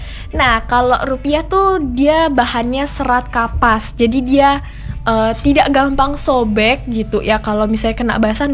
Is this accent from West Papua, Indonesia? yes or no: no; Sintang, West Kalimantan, Indonesia; Saya sebenarnya bukan dari Ponti juga, saya dari Sintang.